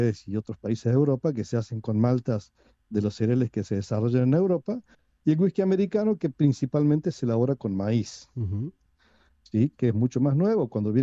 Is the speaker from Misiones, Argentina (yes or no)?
no; Córdoba, Argentina; Buenas tardes a toda la gran audiencia de Cadena 3, que somos... oyente de Cadena 3, como buen cordobés.